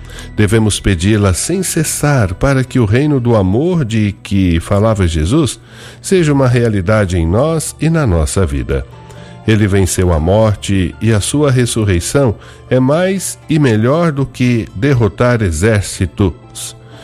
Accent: São Paulo, Brazil; Eu sou de São Paulo, capital

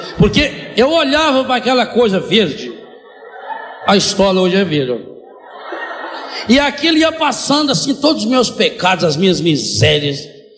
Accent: Brazil; born there; E foi mostrando o Biguá, aonde eu nasci.

